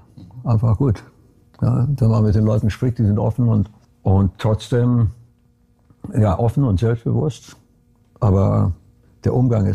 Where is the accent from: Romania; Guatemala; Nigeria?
Romania; Brașov, Brașov County; born or raised there; now in Germany